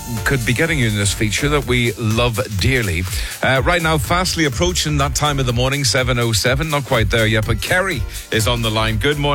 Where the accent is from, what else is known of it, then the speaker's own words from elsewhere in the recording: Armagh, Northern Ireland, United Kingdom; When I say I'm from Armagh, people always say, well, how far is it from Belfast?